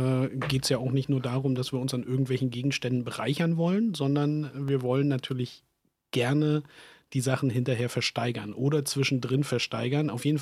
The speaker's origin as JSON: {"language": "German", "town": "Greifswald", "region": "Mecklenburg-Vorpommern", "country": "Germany", "tie": "born or raised there", "said": "ich bin aus Greifswald tatsächlich, gebürtiger Vorpommer"}